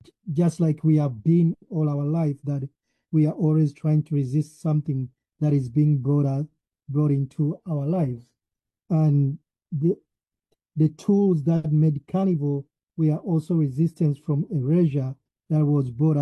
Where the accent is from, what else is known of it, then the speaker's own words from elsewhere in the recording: Uganda; born there; I was born in Uganda. I've lived in most parts of the world due to my journey with education.